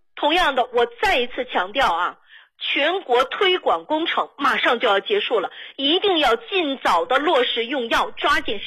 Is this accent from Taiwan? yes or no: no; China; 是我是一个中国人，我这个心里边装的是我的祖国，装的是我国的普罗大众。